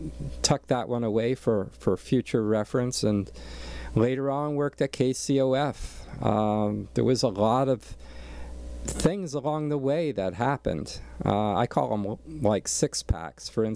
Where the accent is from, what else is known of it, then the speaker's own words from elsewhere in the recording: Allentown, Pennsylvania, United States; born there; For instance, yeah, I was born back in Allentown